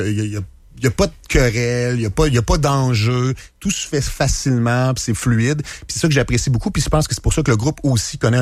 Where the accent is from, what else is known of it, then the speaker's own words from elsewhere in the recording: Rivière-du-Loup, Quebec, Canada; moved away as an adult; now in Quebec City, Canada; Après ça, je me suis envenu à Québec. Je suis déménagé parce que moi, je viens du Bas-Saint-Laurent, je viens de Rivière-du-Loup.